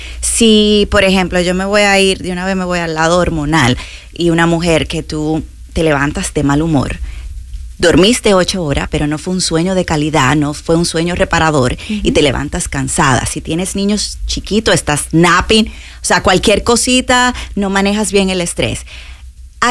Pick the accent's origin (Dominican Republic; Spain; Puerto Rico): Dominican Republic; moved away as an adult; now in Tampa, United States; Soy dominicana, tengo año y medio aquí en Tampa.